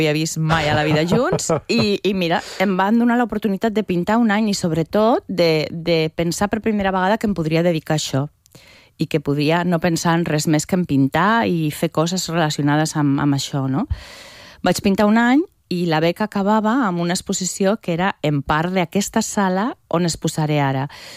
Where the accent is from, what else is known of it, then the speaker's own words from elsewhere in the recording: Zaragoza, Aragon, Spain; moved away as an adult; que jo vaig venir a estudiar a Barcelona, sóc de Saragossa, vaig venir a estudiar a Barcelona perquè a Saragossa encara no hi ha Facultat de Belles Arts, ¿vale? Jo vaig venir fa molts anys i ja em vaig quedar a Catalunya a viure.